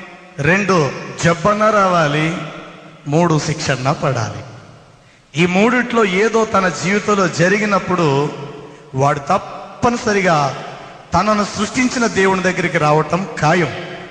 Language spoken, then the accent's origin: Telugu; Rajahmundry, Andhra Pradesh, India; మా స్వగ్రామం రాజమండ్రి మస్జీద్ సెంటర్ జాంపేట